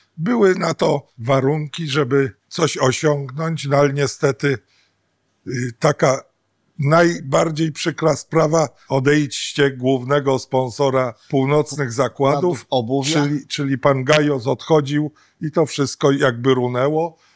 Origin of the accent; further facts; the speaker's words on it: Kraków, Lesser Poland, Poland; born there; moved away as an adult; also born or lived in Warsaw / Koszalin; now in Słupsk, Poland; Urodziłem się w Krakowie